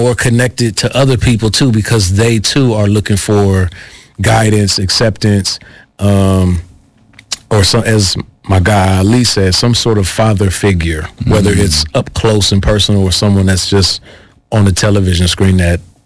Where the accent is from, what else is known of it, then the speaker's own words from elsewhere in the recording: Midwest, United States; growing up in the Midwest